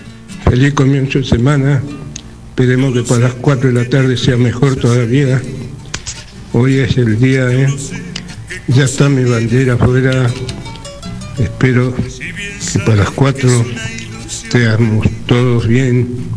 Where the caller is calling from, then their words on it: Argentina; hay gente también que somos argentinos y hinchas de la selección.